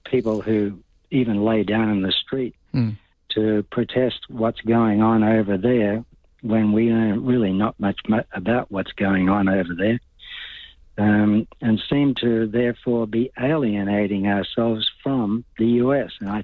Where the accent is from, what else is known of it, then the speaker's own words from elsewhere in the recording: Australia; born there; I grew up in the Second World War, and I remember that we needed here in Australia the Americans to preserve us.